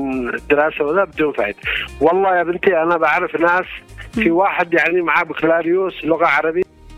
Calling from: Lahij, Yemen

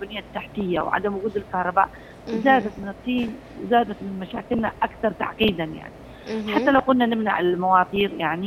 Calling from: Yemen; عندنا في اليمن

